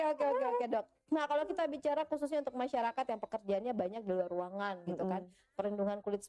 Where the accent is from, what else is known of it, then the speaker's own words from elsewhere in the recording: Kupang, East Nusa Tenggara, Indonesia; Tapi justru cocok sama kulit kita, anehnya kulit kita orang Kupang gitu.